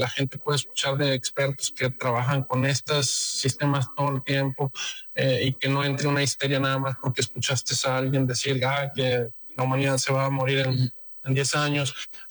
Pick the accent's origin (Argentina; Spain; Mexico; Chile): Mexico; Porque yo personalmente te diría que yo soy mexicano, amo mi país, vivo fuera de México gran parte del año, me la paso en Europa